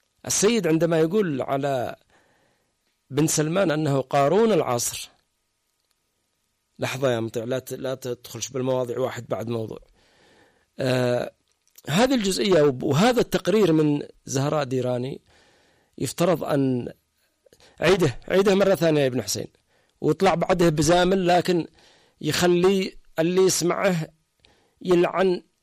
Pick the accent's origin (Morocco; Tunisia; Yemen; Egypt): Yemen